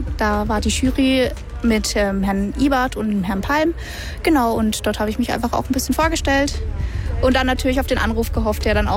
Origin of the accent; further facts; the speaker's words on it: Lahr, Baden-Württemberg, Germany; Ich komme aus Laar. Ich bin hier eigentlich von klein auf groß geworden, habe hier meinen Abschluss gemacht und lebe jetzt auch mit meiner Familie hier.